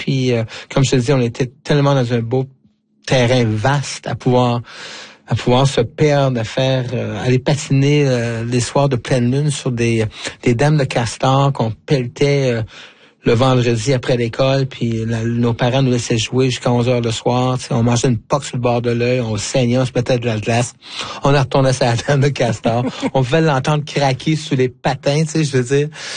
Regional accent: D'Alembert, Quebec, Canada; also born or lived in Rouyn-Noranda; moi je suis né à Rouyn-Noranda. Dans le nord du Québec, sur le territoire de la baie James, si tu veux, et plus précisément élevé dans un petit village minier de D'Alembert, qui est au nord, environ 12 000 de Rouyn

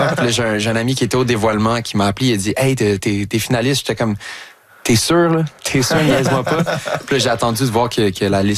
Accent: Longueuil, Quebec, Canada; Moi, j'ai grandi dans le Vieux-Longueuil, puis lui aussi habitait là.

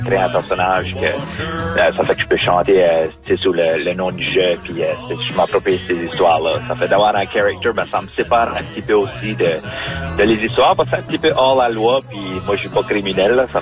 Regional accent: Memramcook, New Brunswick, Canada; Je commence ma communauté de Memramcook. Moi, j'ai un petit village appelé Memramcook au sud-est du Nouveau-Brunswick.

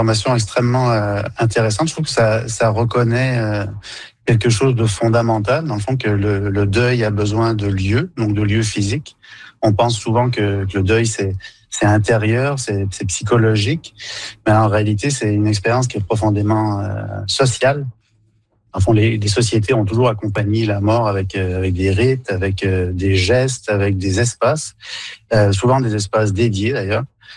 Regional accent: Quebec, Canada; chez nous au Québec

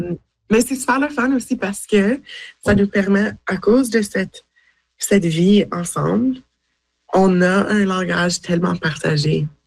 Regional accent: Manitoba, Canada; Puis, tu sais, moi, je viens du Manitoba.

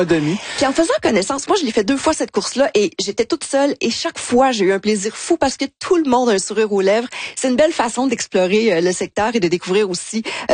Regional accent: Quebec, Canada; accent: Lac-Saint-Jean; avec mon bel accent anglais du lac Saint-Jean.

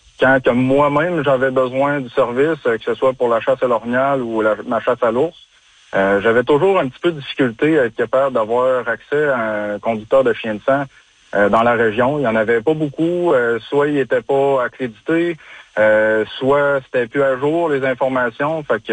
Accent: Quebec, Canada; moved away as an adult; now in Côte-Nord, Canada; Moi, dans le fond, je suis natif de la Rive-Sud, dans Chaudière-Appalaches.

